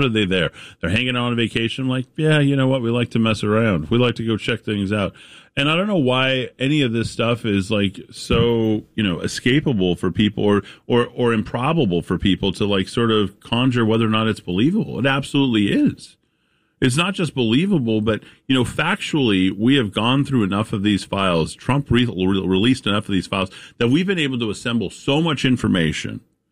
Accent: New Mexico, United States; I know because I'm from New Mexico, and that's where they have the draws for that type of thing.

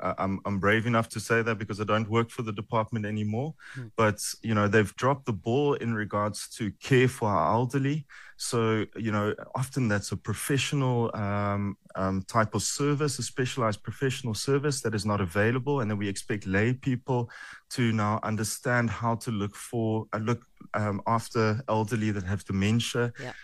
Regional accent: South Africa; I have the huge privilege of being a South African psychologist

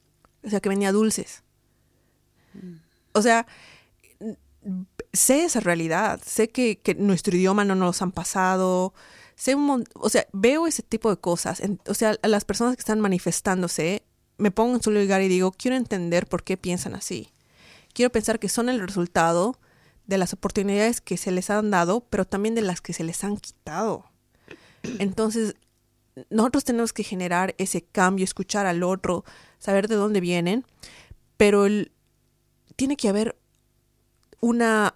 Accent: Bolivia; encontramos common ground en que las dos somos de Bolivia, de los Andes

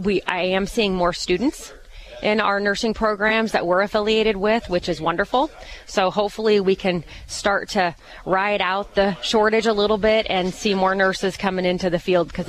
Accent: Pawnee, Illinois, United States; now in Springfield, United States; Actually, born and raised in Pawnee.

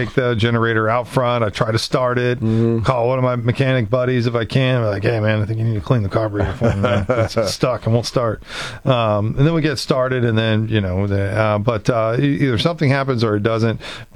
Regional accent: Kentucky, United States; born there; I was born in Kentucky in a trailer

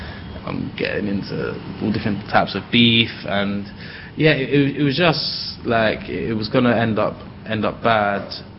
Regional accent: London, United Kingdom; to see how privileged you are to have been growing up in London

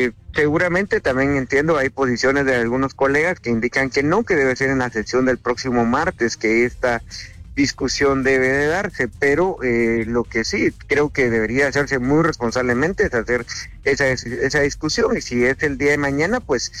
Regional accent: Guatemala; las consecuencias que ahora estamos viviendo como guatemaltecos finalmente.

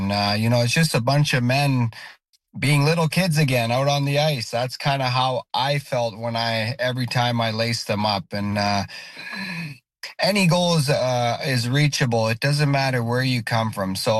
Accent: Nunavut, Canada; growing up in Nunavut has allowed me to stay humbled

